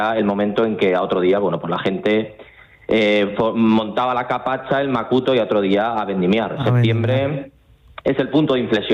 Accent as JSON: {"language": "Spanish", "town": "Consuegra", "region": "Castilla-La Mancha", "country": "Spain", "said": "la feria de mi pueblo de Consuegra, que es a finales de septiembre"}